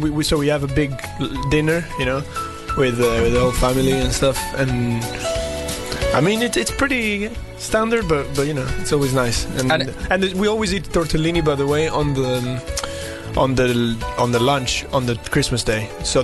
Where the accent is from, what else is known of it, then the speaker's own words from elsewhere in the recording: Bologna, Emilia-Romagna, Italy; moved away; And even like my hometown Bologna, the hometown of the three of us, is becoming more and more touristic.